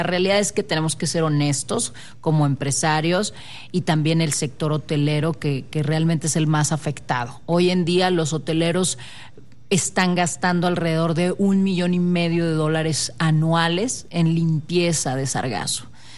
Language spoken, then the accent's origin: Spanish; Monterrey, Nuevo León, Mexico; moved away as an adult; now in Quintana Roo, Mexico; Soy de Monterrey, Nuevo León, pero digo quintanarruense de corazón porque me adoptó el estado hace 8 años y soy una, una total ciudadana quintanarruense que está enamorada del Caribe mexicano